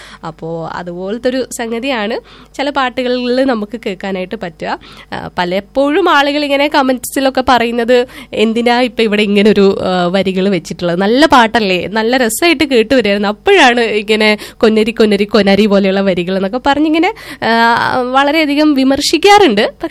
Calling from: Kinassery, Kerala, India; കിനാശ്ശേരി നിന്ന്.

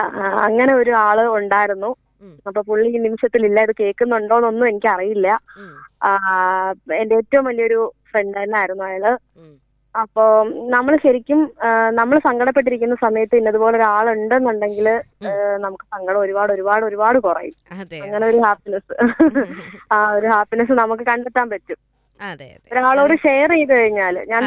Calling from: Kerala, India; ഞാനും അവക്കാവിന്ന് വിളിക്കുന്നു.

